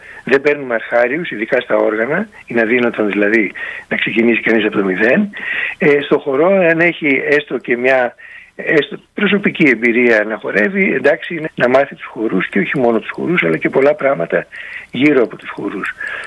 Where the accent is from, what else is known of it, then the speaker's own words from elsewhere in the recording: Epirus, Greece; εγώ είμαι από το Ζαγόρι.